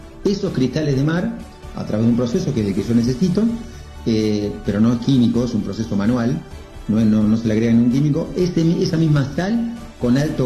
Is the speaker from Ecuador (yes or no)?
no; San Pedro, Argentina; soy de San Pedro, como bien dijiste, me gusta mucho el deporte